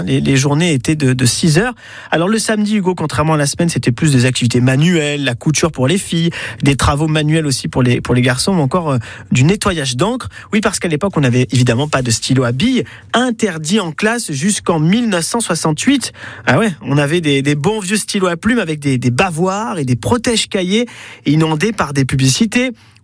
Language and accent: French; Provence-Alpes-Côte d'Azur, France; Chez nous, en Vaucluse, mais aussi partout en France, dans les champs, ben, on avait besoin des enfants, enfin des bras quoi, pour aider, je pense notamment aux vendanges.